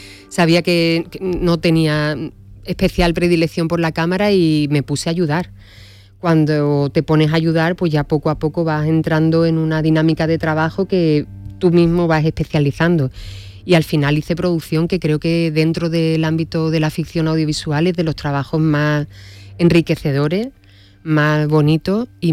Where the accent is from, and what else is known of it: Huelva, Andalusia, Spain